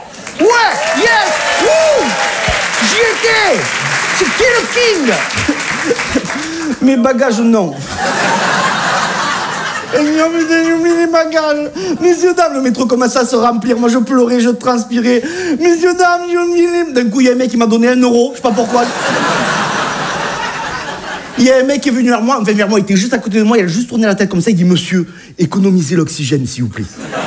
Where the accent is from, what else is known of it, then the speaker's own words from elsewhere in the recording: Southern France, France; moved away as an adult; now in Paris, France; pour un mec du Sud, je vis à Paris.